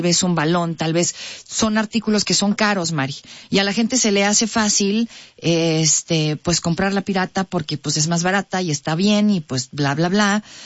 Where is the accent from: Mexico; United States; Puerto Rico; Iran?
Mexico; Ya sé que le vas a México porque somos mexicanas, ¿no?